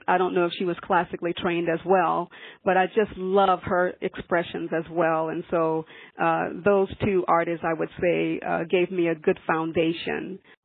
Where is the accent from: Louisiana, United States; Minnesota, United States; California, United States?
Louisiana, United States; I grew up in Louisiana with a family of 13 siblings. I am the youngest of 8 girls and 4 boys.